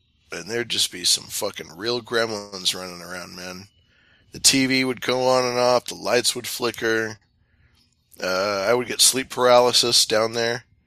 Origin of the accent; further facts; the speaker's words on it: California, United States; born or raised there